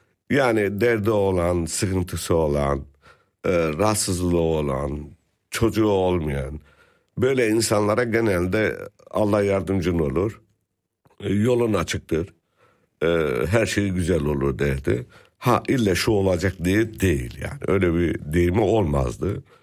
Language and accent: Turkish; Pazarcık, Kahramanmaraş, Turkey; now in Germany; Biz orada doğduk, orada büyüdük.